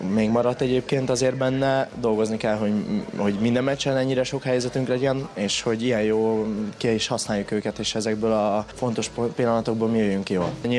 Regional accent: Paks, Tolna, Hungary; now in Debrecen, Hungary; Paksi srác vagyok, szóval én itt is nevelkedtem.

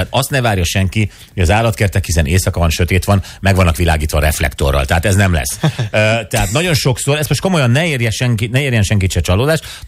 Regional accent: Budapest, Hungary; Mint budapesti, legalábbis.

